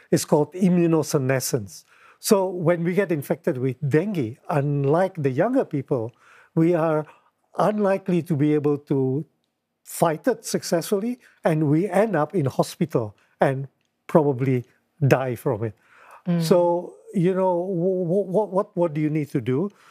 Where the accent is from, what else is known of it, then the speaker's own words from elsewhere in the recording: Indonesia; I come from Indonesia. We have 17,000 islands.